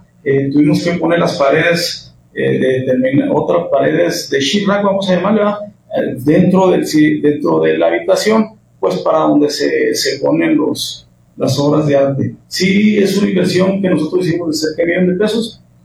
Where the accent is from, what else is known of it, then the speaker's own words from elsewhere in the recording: Hidalgo del Parral, Chihuahua, Mexico; Parral está siendo muy visitado, somos una ciudad muy bonita, ahí los esperamos.